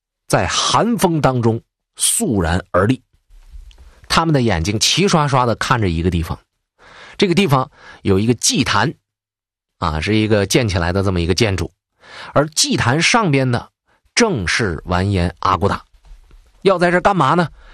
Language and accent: Chinese; Northeast China, China; 作为一个东北人我特别了解大年初一会冷到什么程度。